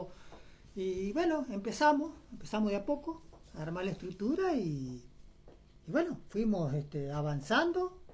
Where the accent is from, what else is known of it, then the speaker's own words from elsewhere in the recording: Paraná, Entre Ríos, Argentina; nacido acá en Paraná.